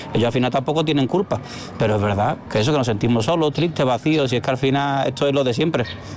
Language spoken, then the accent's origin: Spanish; Spain; Nosotros aquí somos españoles, nosotros somos los que defendemos nuestro sitio. Y eso es una cosa que nadie de la península comprende.